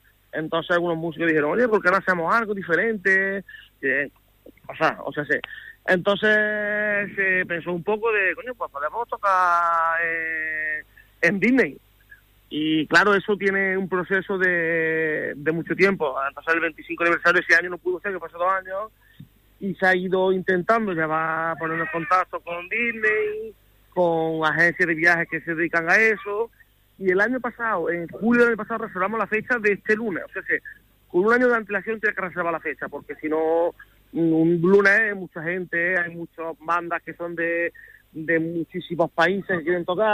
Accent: Cañete, Spain; Todos los músicos somos de Cañete, todos de Cañete.

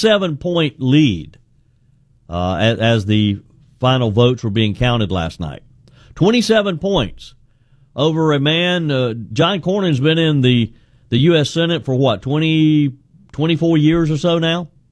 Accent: South Carolina, United States; one being my home state of South Carolina.

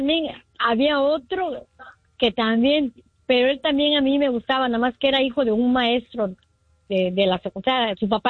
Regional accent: Mexico

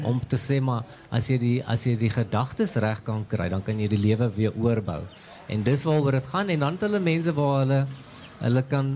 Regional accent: Klerksdorp, North West, South Africa; born there; het ek al gekry om terug te kom Klerksdorp toe. Ja. En dit is nogal interessant, hierdie was op my laerskool saamtrek hier oorkant ons

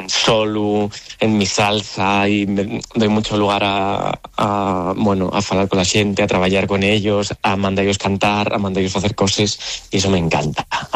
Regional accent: Oviedo, Asturias, Spain; yo soy de Ubieu

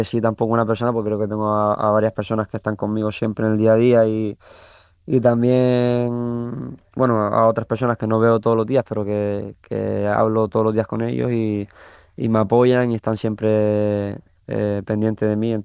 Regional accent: Canary Islands, Spain; also born or lived in Madrid; now in A Coruña, Spain; yo al final soy canario

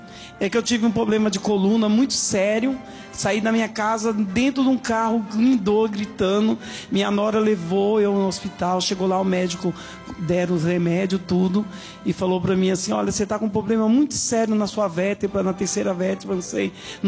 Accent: São Paulo, Brazil; Eu venho lá do Capão Redondo.

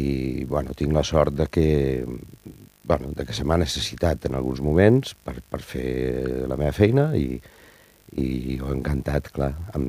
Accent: Alcoy, Valencian Community, Spain; comencem gira per Espanya i anirem a València, per sort anirem a la meva terra, anirem al Coi, que és el meu poble, és casa meva

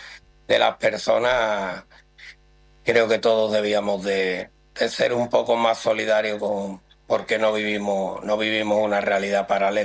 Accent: Gerena, Andalusia, Spain; soy de Gerena, me considero muy de Gerena y de sevillano

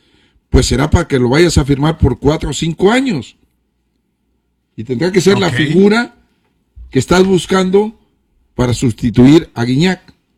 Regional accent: Nayarit, Mexico; Aunque sean huicholes, huicholes son, de mi tierra.

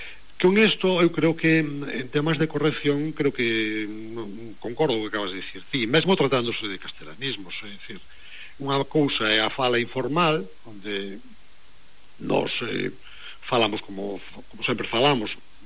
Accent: Muros, Galicia, Spain; Eu xa digo xo porque eu son de Muros e eu sei porque, bueno, a miña familia de Esteiro, non?

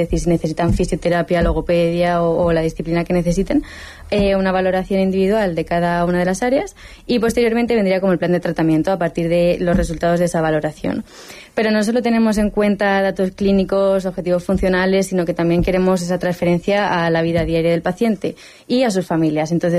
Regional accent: Castilla-La Mancha, Spain; yo de un pueblo de Toledo, cerca de Torrijos.

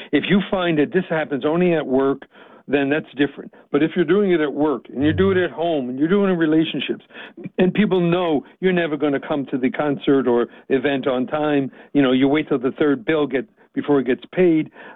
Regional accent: New York, United States; I'm from New York, so I can do this.

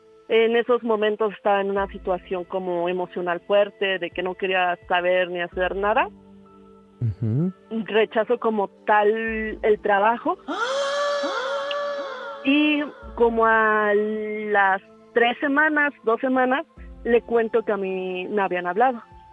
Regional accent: Mexico City, Mexico; Soy de la Ciudad de México y tengo 27 años.

